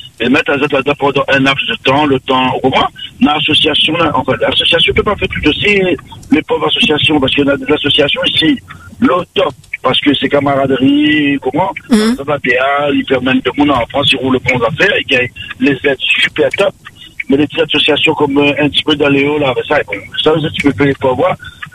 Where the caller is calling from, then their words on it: Réunion; je suis à Ouala Réunion.